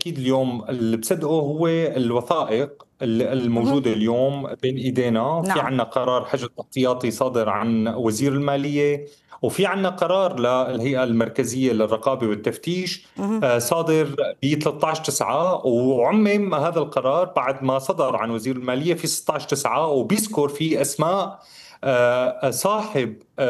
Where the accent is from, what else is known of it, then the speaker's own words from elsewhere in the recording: Syria; نحن كسوريين